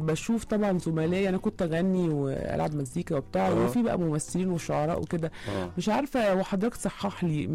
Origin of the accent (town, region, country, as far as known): Mansoura, Dakahlia, Egypt